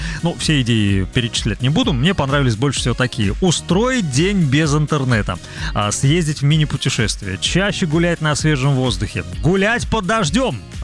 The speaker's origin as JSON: {"language": "Russian", "town": "Krasnodar", "region": "Krasnodar Krai", "country": "Russia", "tie": "born or raised there", "said": "Посмотрел тут кружочек в соцсетях своего знакомого из Краснодара, из моего родного города."}